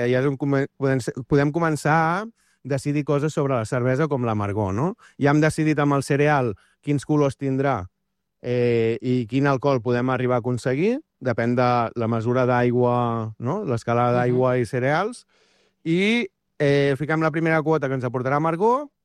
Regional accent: Arenys de Mar, Catalonia, Spain; jo vaig començar muntant una fira de birra al meu poble i...

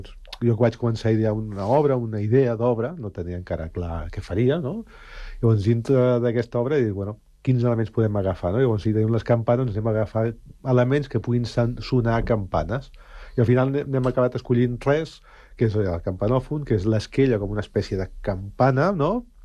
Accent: Sant Cugat del Vallès, Catalonia, Spain; moved away as an adult; jo soc nascut a Sant Cugat, actualment ja no hi visc a Sant Cugat, però soc nascut aquí i he viscut 41 anys a Sant Cugat.

